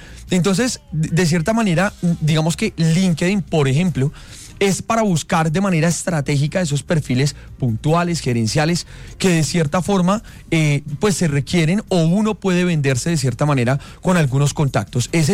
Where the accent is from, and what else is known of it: Colombia